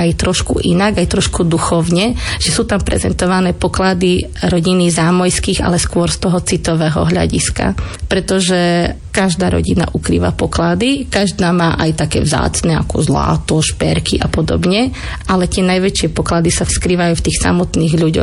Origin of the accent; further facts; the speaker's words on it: Stará Ľubovňa, Prešov Region, Slovakia; accent: Eastern Slovak; u mňa je cítilný východniarský prízvuk, za ktorý sa ja nehambím a som na ňo hrdá už teraz.